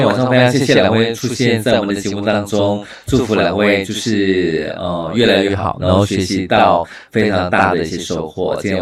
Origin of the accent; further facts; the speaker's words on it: Malaysia; 我们马来西亚这边